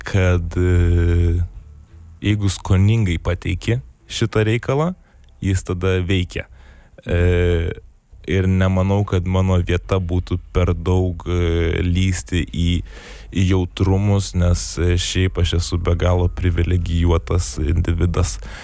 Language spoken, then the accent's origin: Lithuanian; Gargždai, Klaipėda County, Lithuania; aš iš Gargždų esu